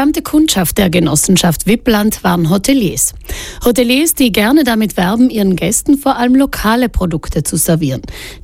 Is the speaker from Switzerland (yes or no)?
no; Trentino-Alto Adige, Italy; Die meisten von uns legen Wert auf Lebensmittel, die hier bei uns produziert worden sind. Besonders beim Fleisch sind wir Südtiroler heikel.